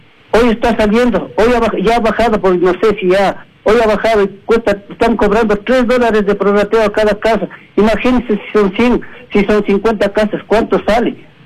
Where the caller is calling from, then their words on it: Quito, Pichincha, Ecuador; Acá yo vivo en Calderón, aquí en la calle Carapungo